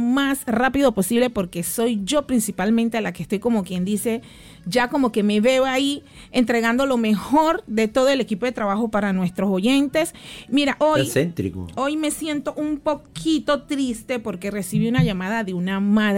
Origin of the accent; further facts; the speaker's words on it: Panama; como panameña idónea en lo que es la medicina natural